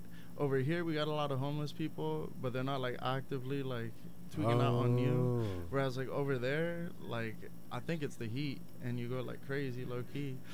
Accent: Miami, Florida, United States; moved away as an adult; also born or lived in Austin, Texas / St. Louis, Missouri; now in Portland, United States; I'm 2,700 miles away from home right now. Woo! So I'm born and raised in Miami, Florida. I'm a Miami boy till I die. I moved out to Portland roughly 3 years ago. I was living in Austin, Texas before that, too.

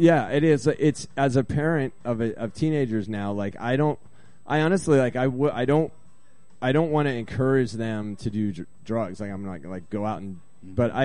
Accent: East Coast, United States; now in Portland, United States; It was like I was from the East Coast. And we were spending the summer out in the Pacific Northwest

